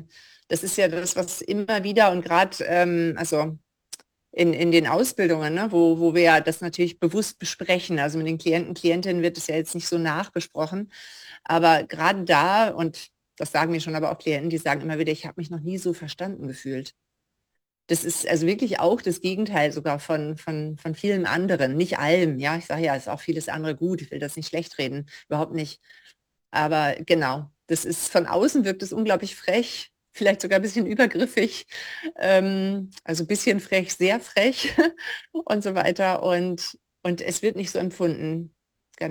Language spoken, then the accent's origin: German; Germany; moved away as an adult; now in Graz, Austria; Hamburg tatsächlich, also meiner, annähernd meiner Heimat. Also ich komme aus der Nähe und bin aber mit 50 Jahren vorrangig nach Graz gezogen, der Liebe wegen.